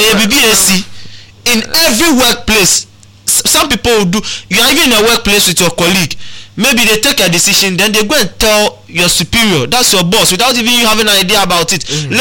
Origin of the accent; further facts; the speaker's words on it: Ghana; And to me as a Ghanaian, I always say this.